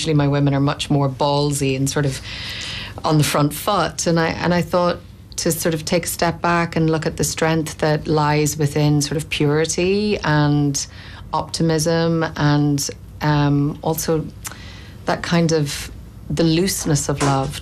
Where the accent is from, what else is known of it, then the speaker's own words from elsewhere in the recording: County Monaghan, Ireland; as a young woman growing up in Monaghan.